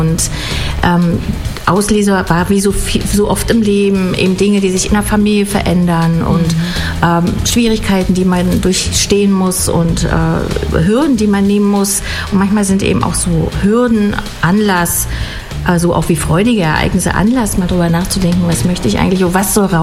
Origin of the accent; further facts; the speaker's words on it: Frankfurt, Brandenburg, Germany; Ich freue mich sehr, hier zu sein, in meiner Heimatstadt natürlich.